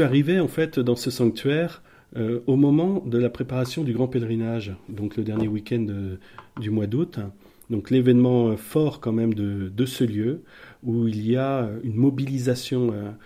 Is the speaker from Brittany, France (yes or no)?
yes; Brittany, France; moved away as an adult; now in Berry, France; je suis un breton qui est en train de se faire adopter dans le Berry.